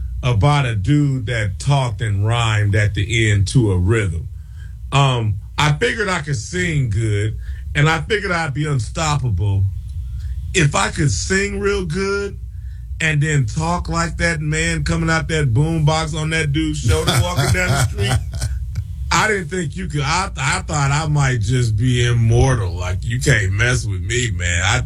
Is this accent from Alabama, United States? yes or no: yes; Mobile, Alabama, United States; also born or lived in Los Angeles; Around 5 years old, my mom, she got real sick, and, you know, my dad didn't want her to, you know, die on his watch, and so he sent her back to Mobile, Alabama, and I had to go with her.